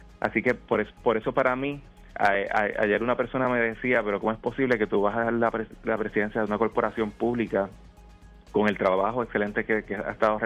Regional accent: Luquillo, Puerto Rico; yo puedo servirle a la gente de mi pueblo, el pueblo que me vio crecer, el pueblo que me vio formarme a mí académicamente en las escuelas públicas de aquí del municipio de Luquillo

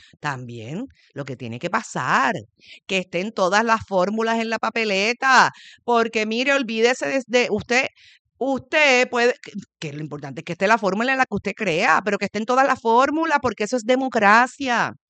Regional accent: Puerto Rico; pero es que así somos los puertorriqueños, así somos los puertorriqueños, si hay algo fuerte en Puerto Rico es la identidad nacional

